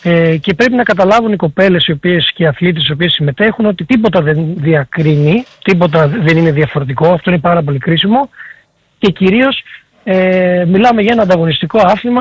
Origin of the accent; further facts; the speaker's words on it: Missolonghi, Western Greece, Greece; now in Athens, Greece; τη δικιά μου πόλη στην οποία έχω μεγαλώσει